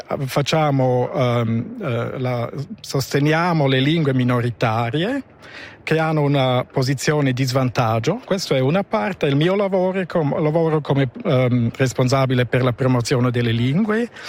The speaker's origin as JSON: {"language": "Italian", "region": "Graubünden", "country": "Switzerland", "first_language": "rm", "second_language": "Italian", "said": "Dunque la mia lingua madre è il romancio, poi a scuola ho imparato il tedesco, il francese e ho anche fatto un soggiorno linguistico e ho imparato un po' l'italiano."}